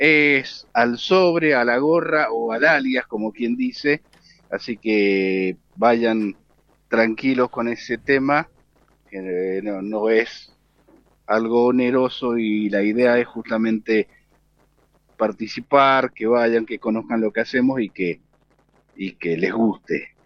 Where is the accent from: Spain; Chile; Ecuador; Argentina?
Argentina; nosotros argentinos